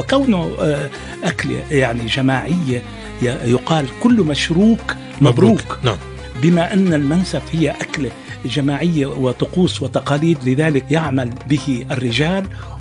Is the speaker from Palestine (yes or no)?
no; Jordan; نحن في الأردن